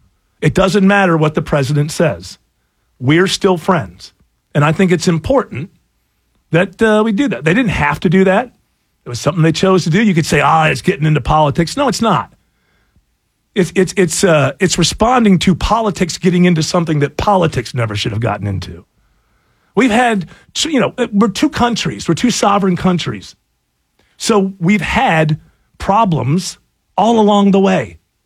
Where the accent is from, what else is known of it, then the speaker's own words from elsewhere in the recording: New York, United States; I'm from Western New York.